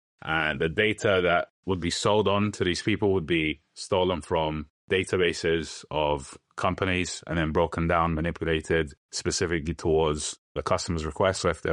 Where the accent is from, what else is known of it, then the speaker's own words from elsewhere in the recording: London, United Kingdom; Ethnically, I'm Turkish. I grew up in London.